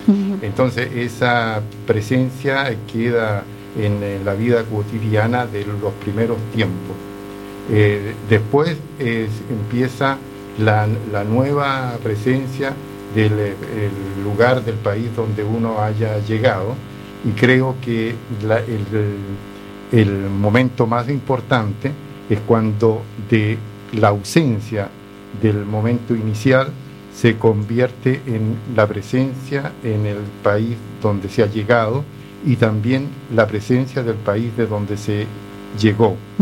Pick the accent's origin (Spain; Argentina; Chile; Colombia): Chile; moved away as an adult; now in Italy; Sí, yo llegué a Italia solo. O sea, yo salí de Chile a través de la embajada italiana en Santiago.